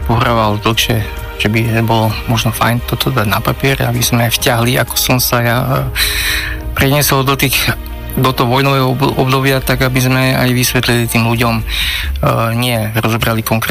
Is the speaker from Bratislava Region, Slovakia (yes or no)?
yes; Modra, Bratislava Region, Slovakia; ja pochádzam z Modry